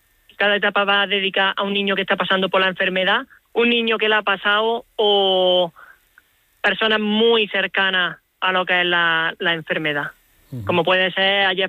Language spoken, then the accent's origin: Spanish; Montefrío, Andalusia, Spain; luego ya pues de Córdoba a Montefrío, que Montefrío es mi pueblo de toda la vida. Allí tengo esperando a la familia, amigos y demás